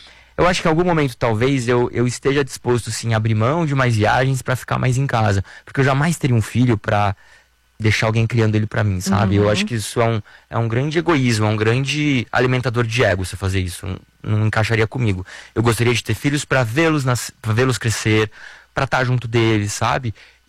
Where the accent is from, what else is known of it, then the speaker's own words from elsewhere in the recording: Italy; now in Brazil; Porque meu marido é português também e eu sou italiano, então a gente poderia, né, morar na Europa tranquilamente